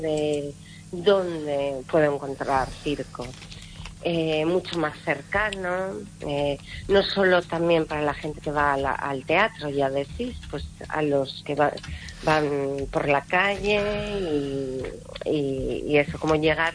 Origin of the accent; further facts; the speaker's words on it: Valladolid, Castile and León, Spain; moved away; also born or lived in Madrid, Spain / London, United Kingdom; y ahí soy de Valladolid. En Valladolid había una asociación de malabaristas y bueno, me empecé por ahí, tendría 14, 15 años, y luego ya fui a Madrid en el 99 a estudiar.